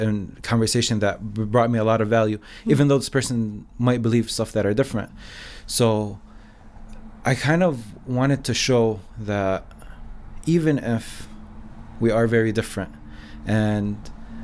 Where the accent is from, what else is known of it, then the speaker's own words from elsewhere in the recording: Lebanon; moved away as an adult; I came from Lebanon 6, 7 years ago.